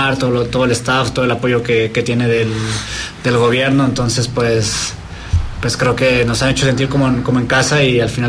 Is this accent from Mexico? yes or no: yes; Mexico; Para mí como jugador y el siendo mexicano, para mí siempre va a ser el mayor de los orgullos representar a mi país.